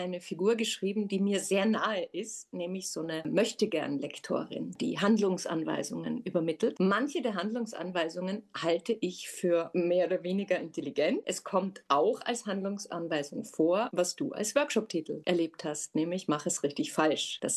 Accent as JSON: {"language": "German", "town": "Innsbruck", "region": "Tyrol", "country": "Austria", "also_born_or_lived": "Linz / Vienna", "moved": "as an adult", "said": "ich komme ursprünglich aus Innsbruck"}